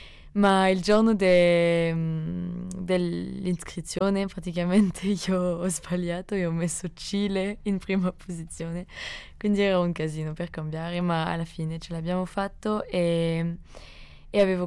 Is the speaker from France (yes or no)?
yes; France; Italian is a second language; now in Bolzano, Italy; Allora io... sono francese, sono arrivata da settembre, adesso sto finendo quest'anno di esperienza e ho scelto di partire con Intercult